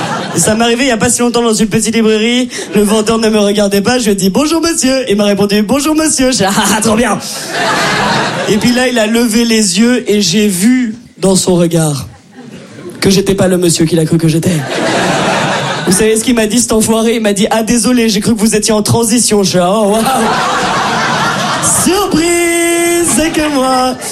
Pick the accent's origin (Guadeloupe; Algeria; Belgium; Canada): Belgium; Brussels; accent: Brussels